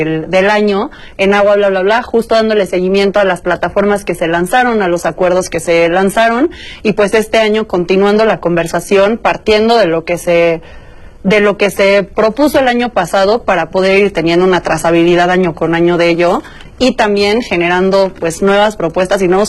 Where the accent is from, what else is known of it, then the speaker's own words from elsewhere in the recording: Mexico; esa megadiversidad que nos representa como mexicanas y como mexicanos